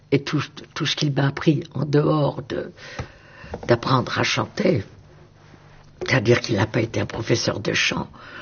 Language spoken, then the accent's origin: French; Hauts-de-France, France; accent: Northern French; D'abord, me faire perdre mon accent du Nord, qu'il a fallu que je reprenne.